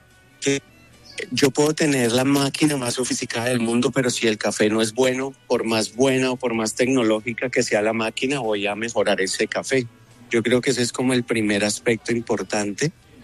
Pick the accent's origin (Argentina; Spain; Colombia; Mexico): Colombia